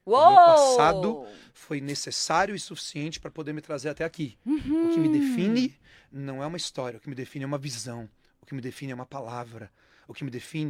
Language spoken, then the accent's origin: Portuguese; Taboão da Serra, São Paulo, Brazil; eu morei a minha infância e a minha adolescência toda em Taboão da Serra, no bairro chamado Jardim Salete, na periferia de Taboão da Serra.